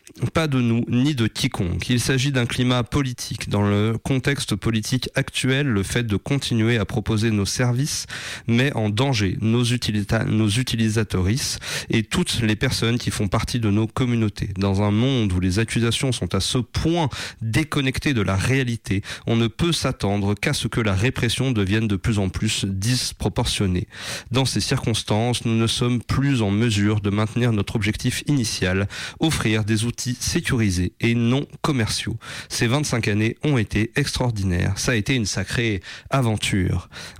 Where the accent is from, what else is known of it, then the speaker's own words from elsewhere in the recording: Italy; accent: Italian; French is a second language; comme vous l'aurez deviné à mon horrible accent italien